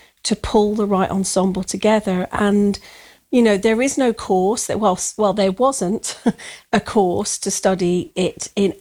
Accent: Birmingham, West Midlands, United Kingdom; it was set in my hometown.

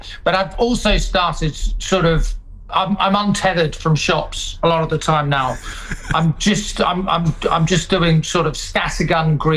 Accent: United Kingdom; Well, as British people, I don't think we deal with compliments wonderfully anyway.

